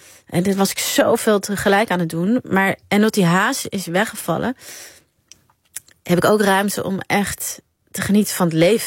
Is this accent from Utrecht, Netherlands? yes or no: yes; Nieuwegein, Utrecht, Netherlands; also born or lived in Amsterdam; Nee, ik kom ook uit Nieuwegein oorspronkelijk, maar ik ben nog meer van Utrecht gaan houden de laatste paar jaar.